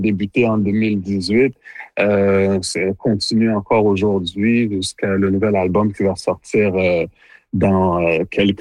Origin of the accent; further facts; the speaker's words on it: Montreal, Quebec, Canada; born there; Et mon parcours, je suis né à Montréal de parents d'origine haïtienne.